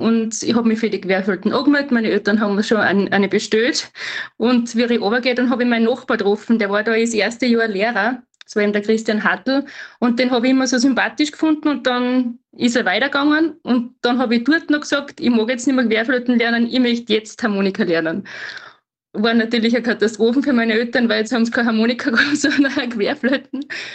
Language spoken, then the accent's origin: German; Eisenerz, Styria, Austria; Ausseer habe ich schon, aber bei uns in Eisenerz, wo ich eben her bin, da ist, glaube ich, die Bergmannstracht, wäre eben für mich, aber die habe ich eigentlich nie gehabt.